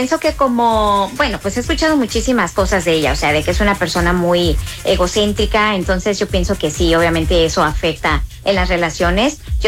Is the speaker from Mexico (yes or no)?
yes; Mexico